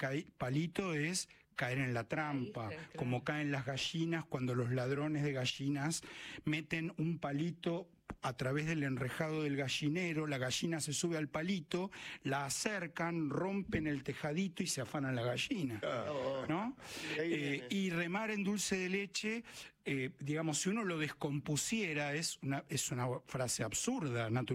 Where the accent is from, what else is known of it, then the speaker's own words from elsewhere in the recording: Argentina; Es una gran metáfora de nuestras miserias y de nuestros problemas casi eternos, ¿no? Como argentinos, quiero decir.